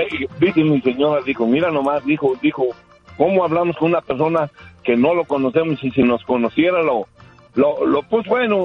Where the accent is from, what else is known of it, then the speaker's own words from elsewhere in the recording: Tocumbo, Michoacán, Mexico; moved away; cuando yo vivía, cuando estaba chavalón en mi pueblo que se llama Tocumbo, Michoacán, como éramos ladrilleros y tejeros